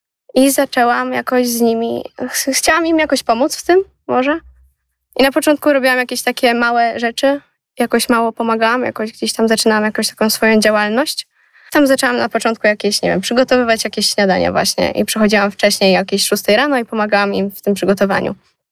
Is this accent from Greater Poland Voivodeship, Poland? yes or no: no; Warsaw, Masovian Voivodeship, Poland; mieszkam od urodzenia tutaj na osiedlu, więc do parafii również uczęszczam od zawsze w sumie.